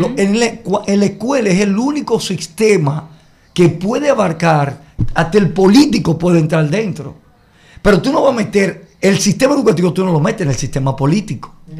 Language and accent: Spanish; Dominican Republic